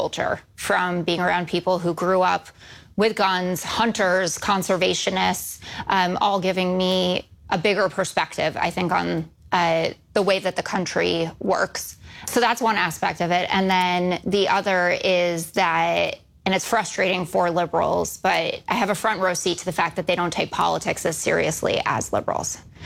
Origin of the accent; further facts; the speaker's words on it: New York City, New York, United States; I grew up in New York City, a very liberal family, school with all liberals.